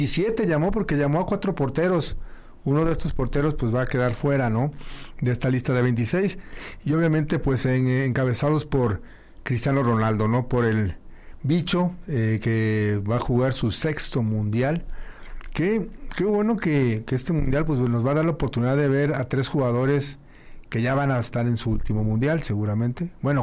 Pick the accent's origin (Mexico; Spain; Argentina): Mexico; como somos en México, seguramente hasta el 1 de junio la conoceremos